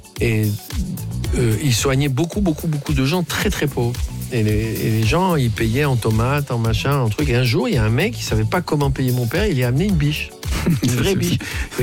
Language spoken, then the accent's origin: French; Tunisia; now in France; ça reste ma Tunisie, ça reste ma terre natale